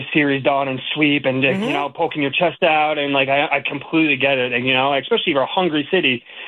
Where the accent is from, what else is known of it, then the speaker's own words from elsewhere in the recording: United States; now in Arizona, United States; I'm originally from New York out there.